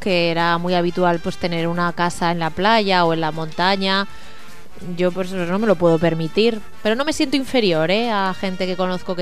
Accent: Spain

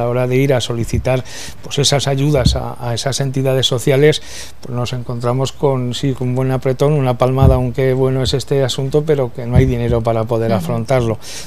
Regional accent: Muniesa, Aragon, Spain; quiero mandar un saludo a mi pueblo, a Muniesa

